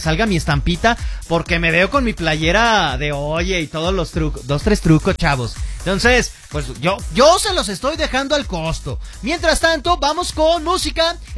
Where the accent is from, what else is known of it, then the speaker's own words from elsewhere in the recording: Mexico; Pero, por otro lado, soy mexicano, entonces también una alegría que nos den.